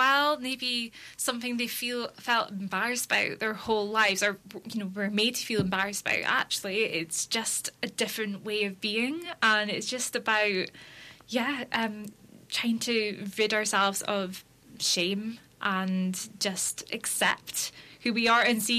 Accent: Aberdeen, Scotland, United Kingdom; my hometown of yeah. Aberdeen.

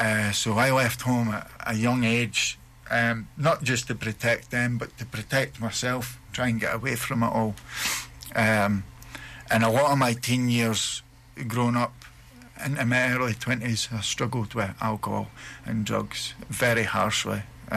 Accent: Aberdeen, Scotland, United Kingdom; we're from Aberdeen

